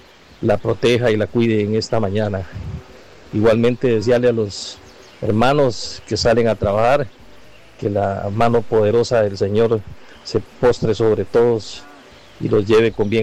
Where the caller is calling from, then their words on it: Limón, Costa Rica; Somos de Limón